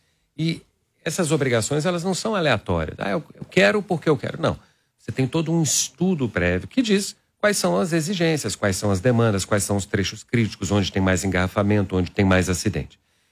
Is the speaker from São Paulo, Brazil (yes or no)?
no; Belo Horizonte, Minas Gerais, Brazil; Eu sou mineiro, de Belo Horizonte